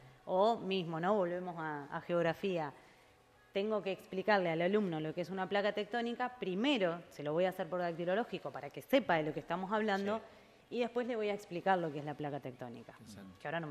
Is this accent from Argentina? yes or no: yes; Campana, Buenos Aires Province, Argentina; Soy de Campana. Campanense.